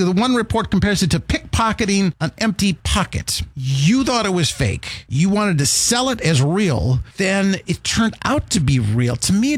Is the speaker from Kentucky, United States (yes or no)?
yes; Kentucky, United States; accent: Kentucky; I don't know why that's my Kentucky accent.